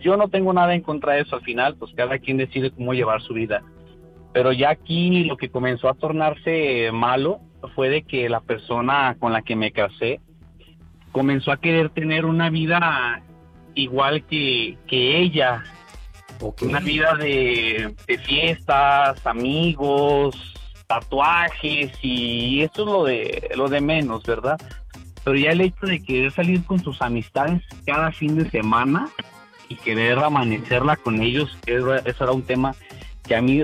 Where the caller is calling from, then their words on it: Guadalajara, Jalisco, Mexico; Tengo 36 años y hablo de Guadalajara, Jalisco.